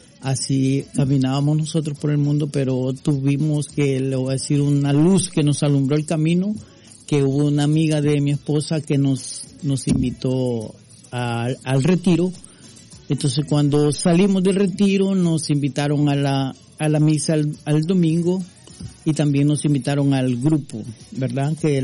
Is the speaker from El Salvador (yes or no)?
yes; El Salvador; now in Washington, United States; soy de El Salvador.